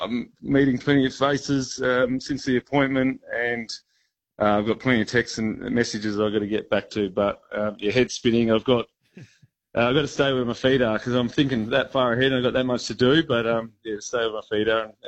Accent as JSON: {"language": "English", "town": "Fremantle", "region": "Western Australia", "country": "Australia", "said": "I'm from Fremantle and Wharfie, but from the wharf down that way."}